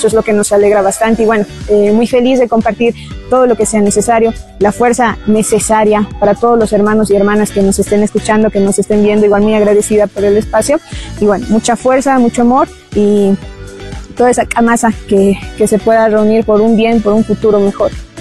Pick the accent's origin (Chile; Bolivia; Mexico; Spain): Bolivia; La Paz; Yo soy hija de padres aymaras, vengo de Bolivia, de La Paz.